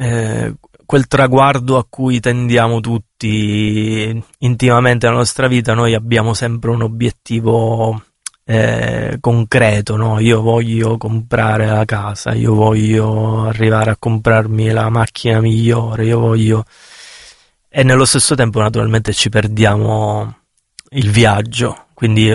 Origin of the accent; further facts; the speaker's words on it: Misilmeri, Sicily, Italy; Nel mio paese, che è Misilmeri, in provincia di Palermo